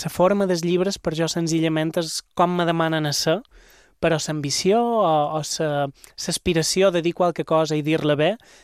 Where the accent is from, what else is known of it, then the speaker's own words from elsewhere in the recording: Ses Salines, Balearic Islands, Spain; jo som de Set Salines, ella és de Santanyí, és lèxic, és pràcticament el mateix, fins i tot paraules que només se diuen en aquell radi de 25 quilòmetres